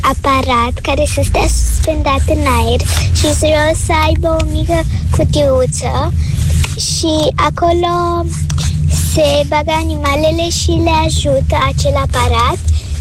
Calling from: Bucharest, Romania; din București, am 7 ani

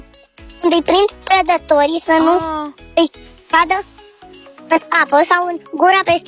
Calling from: Bucharest, Romania; din București. Am 5 ani

